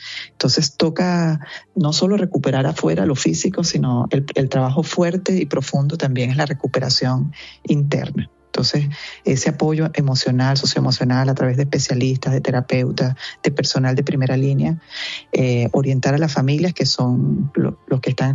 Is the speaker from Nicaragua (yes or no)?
no; Venezuela; en nombre de Venezuela, como venezolana